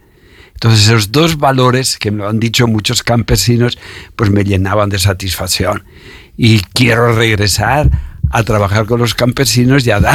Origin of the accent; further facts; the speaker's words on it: Caleruega, Castile and León, Spain; born there; moved away as an adult; also born or lived in Nicaragua; Tengo 75 años. Cumplí 50 años de sacerdote en mi pueblo, en Caleruega, ayer